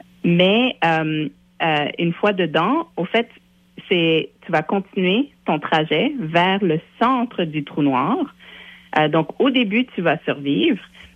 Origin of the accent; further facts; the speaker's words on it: Montreal, Quebec, Canada; à Montréal, de où je viens, la ville de Montréal